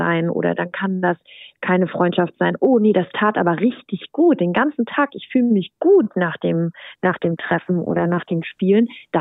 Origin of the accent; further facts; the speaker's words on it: Brandenburg, Germany; Jetzt ist ja auch noch Ferienzeit hier bei uns in Brandenburg, wo ich herkomme.